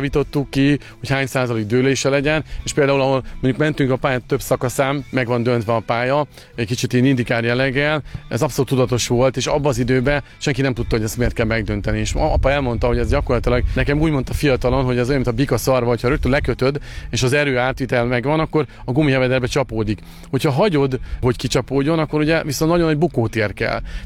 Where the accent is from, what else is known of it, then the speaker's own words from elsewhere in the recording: Nyíregyháza, Szabolcs-Szatmár-Bereg, Hungary; Nyíregyháziként ugye ott nem volt jelen nagyon ez a sport, ezért Kecskemétre kellett mennünk a gokart pályára